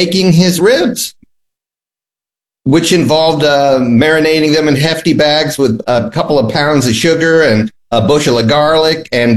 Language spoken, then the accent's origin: English; Ohio, United States; moved away; I grew up in Ohio, middle of Ohio